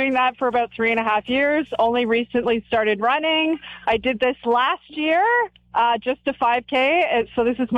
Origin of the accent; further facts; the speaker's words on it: Markham, Ontario, Canada; moved away; So I'm from Markham originally.